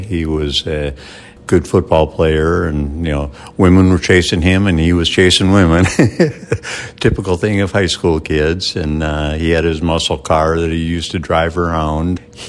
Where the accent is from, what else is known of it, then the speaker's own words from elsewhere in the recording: Minnesota, United States; moved away as an adult; I was raised in Minnesota, and I went to pilot training.